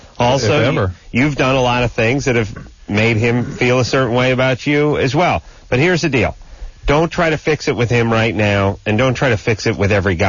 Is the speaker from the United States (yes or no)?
yes; North Hollywood, California, United States; I grew up in North Hollywood.